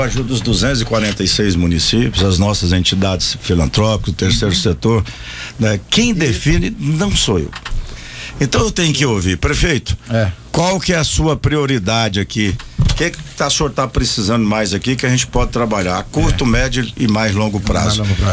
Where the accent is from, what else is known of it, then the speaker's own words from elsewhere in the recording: Iporá, Goiás, Brazil; Sem falar de Iporá, que eu sou de Iporá.